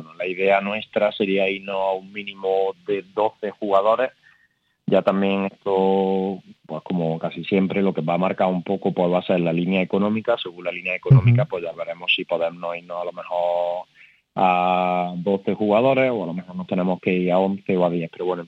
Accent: Andalusia, Spain; a nosotros como andaluces

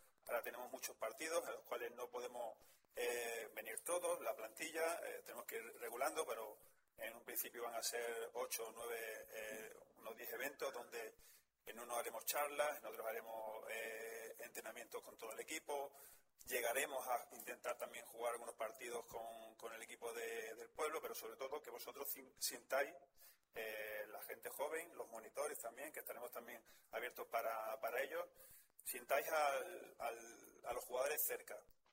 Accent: Lepe, Andalusia, Spain; soy muy joven, no me conocéis, llevo toda la vida en el fútbol, yo soy de Lepe, soy de San Roque de Lepe, pero principalmente soy del Recreativo de Huelva.

